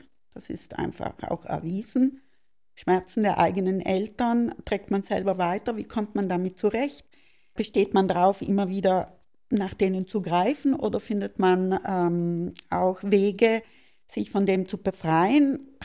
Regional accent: Trentino-Alto Adige, Italy; Wenn ich in Sizilien bin, bin ich eine Südtirolerin. Und wenn ich hier bin, bin ich eine Sizilianerin.

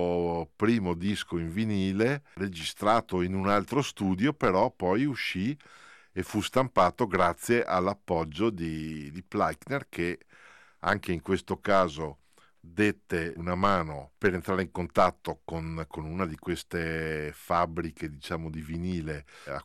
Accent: Merano, Trentino-Alto Adige, Italy; perché sono di Merano

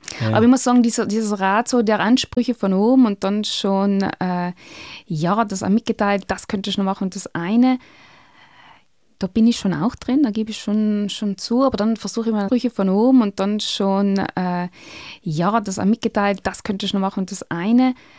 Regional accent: Tramin, Trentino-Alto Adige, Italy; ich war da so 10 Jahre und ich komme aus Tramin

